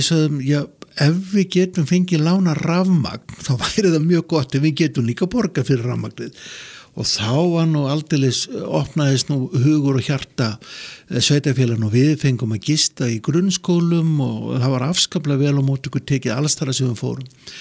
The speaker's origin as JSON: {"language": "Icelandic", "town": "Reykjavík", "region": "Capital Region", "country": "Iceland", "tie": "born or raised there", "said": "en ég fættur og uppalinn í Reykjavík"}